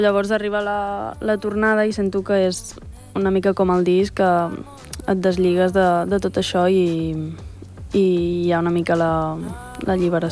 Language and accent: Catalan; La Bisbal d'Empordà, Catalonia, Spain; tots som de la Bisbal i és un poble molt petit.